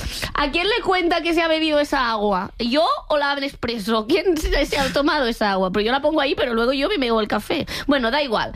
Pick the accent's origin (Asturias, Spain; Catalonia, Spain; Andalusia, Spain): Catalonia, Spain; Yo bebo agua porque soy catalana, ¿vale?